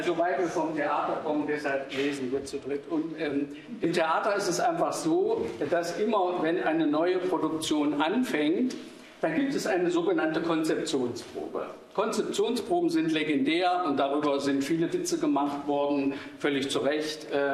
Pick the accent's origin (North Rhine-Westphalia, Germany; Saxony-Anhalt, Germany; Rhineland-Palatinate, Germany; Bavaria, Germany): Saxony-Anhalt, Germany; Dessau; moved away; ich bin in Dessau geboren und auch aufgewachsen. Ich habe die Stadt verlassen, da hatte sie noch 100.000 Einwohner.